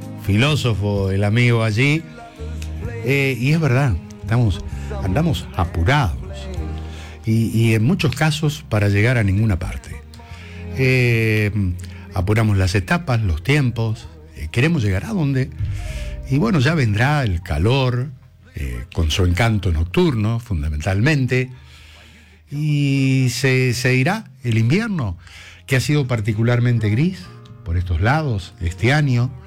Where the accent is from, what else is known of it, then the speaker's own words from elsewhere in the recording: Villa María, Córdoba, Argentina; moved away; vengo de Villa María